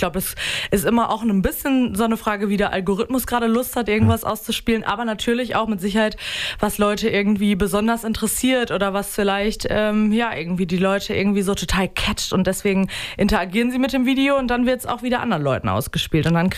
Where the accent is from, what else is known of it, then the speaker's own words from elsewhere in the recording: North Rhine-Westphalia, Germany; born there; weil irgendwie dachte ich als gebürtige NRWlerin immer, ah ja, da oben ist ja alles flach und jetzt ist hier der Teutoburger Wald